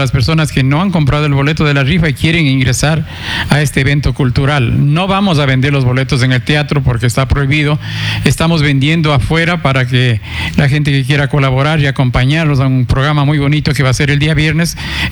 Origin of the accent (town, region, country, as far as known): Ecuador